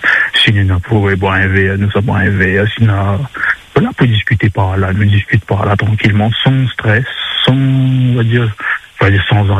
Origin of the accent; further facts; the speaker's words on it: Hauts-de-France, France; Donc je précise, je suis du Nord, mais après si c'est sur les autres secteurs, pas un souci non plus.